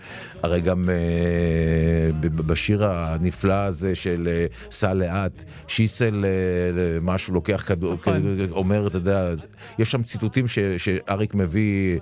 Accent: Jerusalem, Jerusalem District, Israel; אני ירושלמי במקור

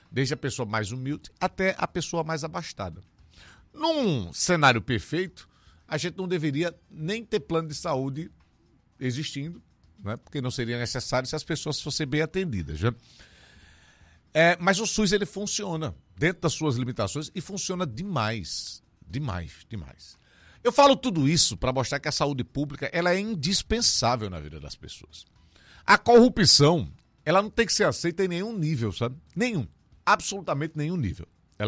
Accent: Brazil; Eu, enquanto brasileiro que sou, eu tenho muito orgulho do sistema de saúde do meu país.

